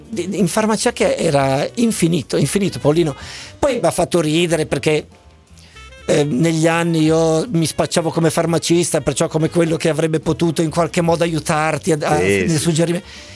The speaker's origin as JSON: {"language": "Italian", "town": "Genoa", "region": "Liguria", "country": "Italy", "said": "io sono di Genova."}